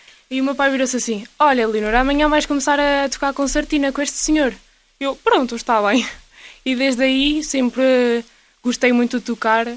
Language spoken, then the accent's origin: Portuguese; Mirandela, Bragança, Portugal; vezes nos perguntam se somos do Tua e isso tudo, e nós, não, não, somos de Mirandela.